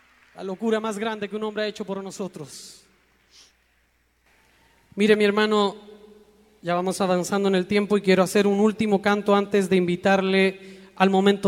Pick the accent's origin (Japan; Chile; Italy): Chile; moved away as an adult; now in Mexico; Yo nací en Chile, le agradezco a mi país, a mi tierra el darme la vida, los amigos, la familia que me dio